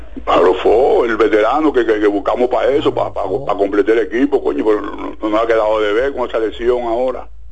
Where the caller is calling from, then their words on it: Dominican Republic; Soy dominicano, con la bandera por ante todo.